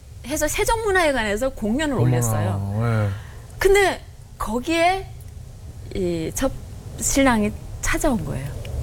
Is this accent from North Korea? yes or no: yes; North Korea; accent: North Korean; now in South Korea